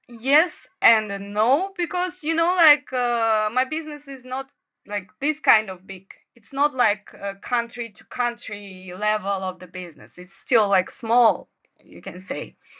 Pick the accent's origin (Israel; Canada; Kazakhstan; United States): Kazakhstan; English is a second language; now in China